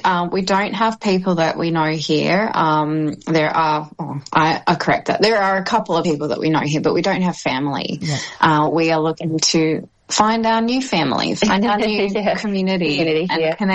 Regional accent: Adelaide Hills, South Australia, Australia; moved away as an adult; now in Italy; We're both hillbillies. We grew up in Adelaide Hills, so we're very used to that.

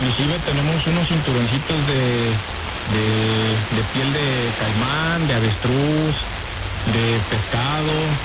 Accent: Dolores Hidalgo, Guanajuato, Mexico; Comenzamos con que yo soy originario de Dolores Hidalgo, Guanajuato.

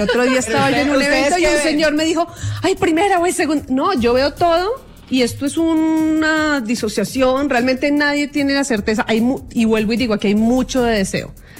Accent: Colombia; Es como que como colombianos nos están preguntando de qué lado se siente más seguro

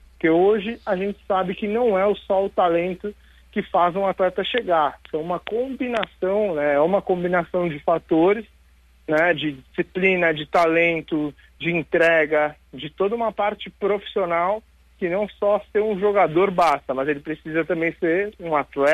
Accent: Brazil; A gente tem, né, como brasileiro, a gente já tem no nosso DNA o futebol.

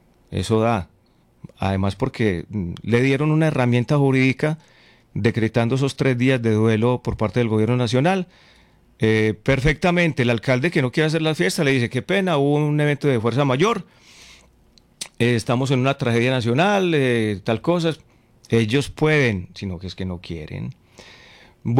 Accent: Concordia, Antioquia, Colombia; born there; yo felicito a la alcaldesa de mi pueblo de Concordia

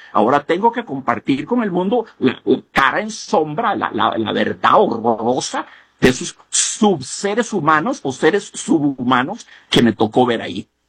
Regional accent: Costa Rica

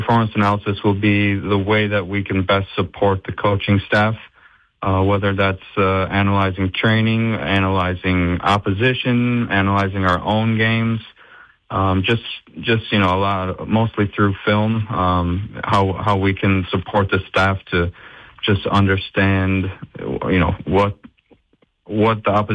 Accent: Hastings, Michigan, United States; moved away as an adult; also born or lived in Norway; now in Grand Rapids, United States; I am born and raised in West Michigan from Hastings, Michigan. Lived there my whole childhood. Went to Western Michigan University. That was before before I moved to Norway in 2012.

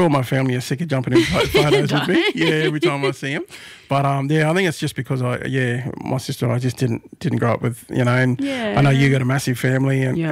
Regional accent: Toowoomba, Queensland, Australia; growing up in Toowoomba. Mum and Dad made a decision to move that way.

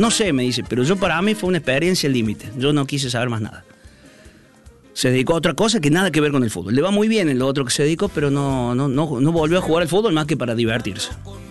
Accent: Argentina; Siempre somos los argentinos, somos un poco llorones también.

